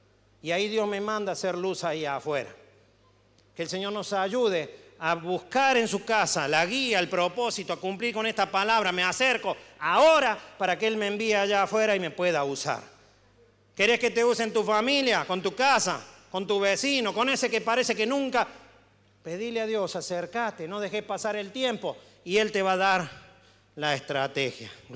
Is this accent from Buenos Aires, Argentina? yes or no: no; Córdoba, Argentina; moved away; en mi caso como cordobés del interior, no de Córdoba capital, sino del interior, yo no sabía que mi papá usaba tantas palabras en quechua cuando yo crecí